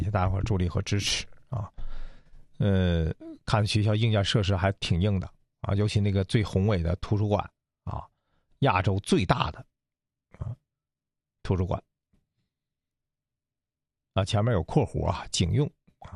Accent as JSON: {"language": "Chinese", "town": "Changchun", "region": "Jilin", "country": "China", "said": "还是喜欢我们这个长春，适合宜居。"}